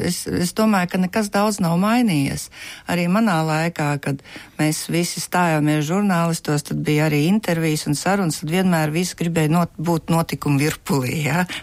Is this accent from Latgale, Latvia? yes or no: no; Kuldīga, Kurzeme, Latvia; moved away as an adult; es esmu dzimusi augus Kuldīgā